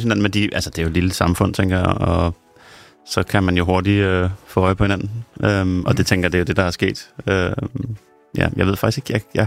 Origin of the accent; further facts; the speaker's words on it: Rønne, Capital Region of Denmark, Denmark; born there; Det er i Rønne